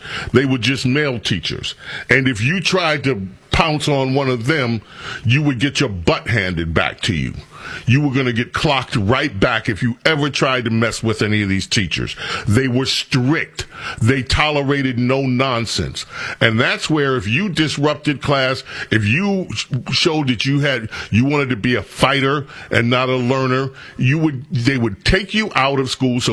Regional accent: New York, United States; When I grew up in New York, everybody, the good students were fearful that if we did something really bad, we'd get sent to a 600 school.

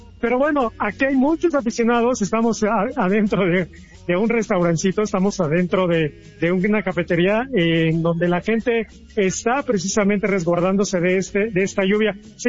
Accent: Mexico; mexicano, yo soy mexicano.

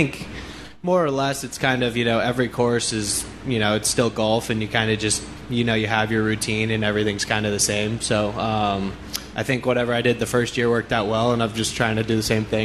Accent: Scottsdale, Arizona, United States; I grew up in Scottsdale

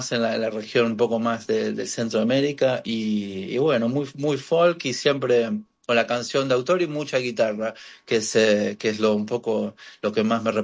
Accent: Buenos Aires, Argentina; accent: Argentine; also born or lived in Miami, United States; nací en Miami, no pasé mucho tiempo ahí de chico, crecí en Argentina, en Buenos Aires toda mi vida, me delata el acento.

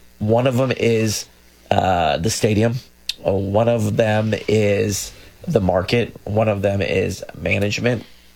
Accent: Orlando, Florida, United States; we are all from Orlando. We all grew up here. It still feels small to us.

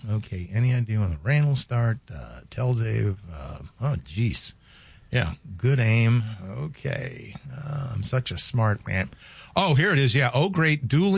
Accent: the South, United States; growing up when I did in the South, especially the time when I grew up in the South, in the early 60s, it was not a pleasant time in parts of the South.

